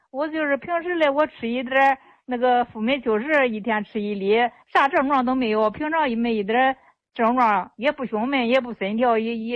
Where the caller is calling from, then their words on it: Shangqiu, Henan, China; 我是河南商丘。